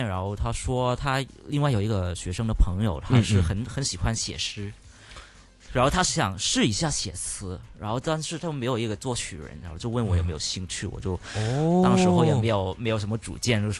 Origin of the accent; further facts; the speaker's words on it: Canada; 因为我小时候在加拿大那边读书，对，然后一直都有学琴